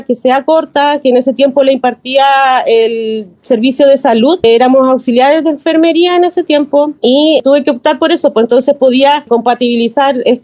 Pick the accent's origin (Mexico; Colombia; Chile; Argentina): Chile; Valdivia, Los Ríos; yo soy de Valdivia, nací y criada acá en la ciudad de Valdivia. Mi vida ha estado acá en la región de Los Ríos.